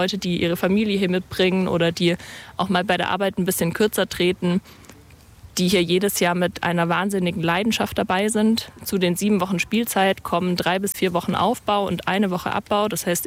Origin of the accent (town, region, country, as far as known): Ulm, Baden-Württemberg, Germany; born or raised there; moved away